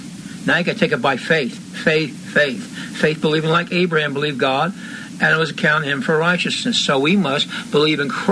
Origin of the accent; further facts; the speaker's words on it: Bethlehem, Pennsylvania, United States; I'm from Bethlehem, Pennsylvania